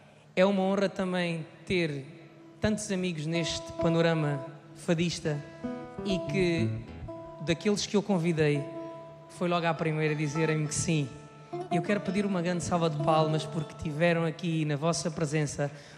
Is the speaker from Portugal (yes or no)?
yes; Alentejo, Portugal; estamos na minha terra, estamos no Alentejo